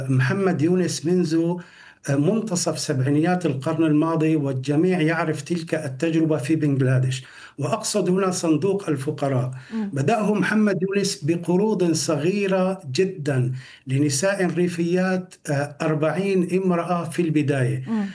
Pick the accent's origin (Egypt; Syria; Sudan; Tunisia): Syria; يعني للأسف الشديد نحن كسوريين نعرف أخبار الصندوق السيادي من الفاينانشال البريطاني